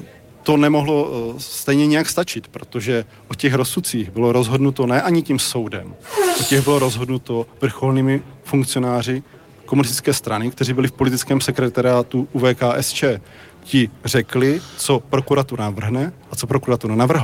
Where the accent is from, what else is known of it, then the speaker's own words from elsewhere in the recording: Bučovice, South Moravian Region, Czechia; jsem z Bučovic